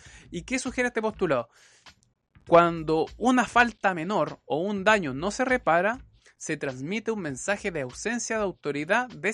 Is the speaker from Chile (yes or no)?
yes; Vallenar, Atacama, Chile; also born or lived in Viña del Mar; Sí, pero yo soy de Vallenar, pero estaba viviendo en Viña en ese momento.